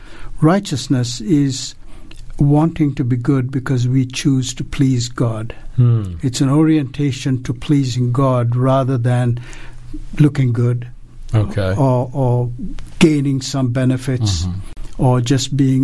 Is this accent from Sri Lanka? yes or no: yes; Sri Lanka; Well, I'm from Sri Lanka originally.